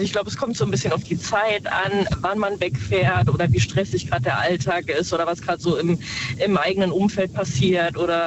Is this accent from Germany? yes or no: yes; Neunkirchen, North Rhine-Westphalia, Germany; Ich komme aus dem Rhein-Sieg-Kreis.